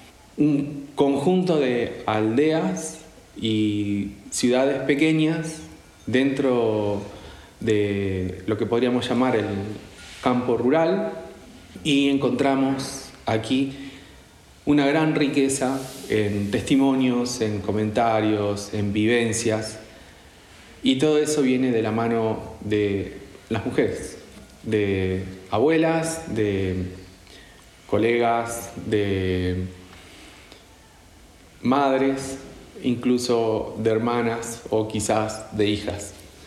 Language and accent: Spanish; Marcos Juárez, Córdoba, Argentina; born there; soy de Argentina, de Sudamérica. Y nací en 1976, en una pequeña localidad del interior de la provincia de Córdoba, llamada Marcos Juárez.